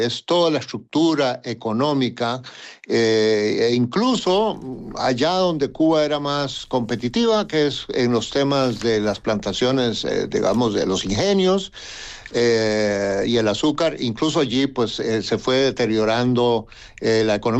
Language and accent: Spanish; Costa Rica; mi país, Costa Rica, yo soy costarricense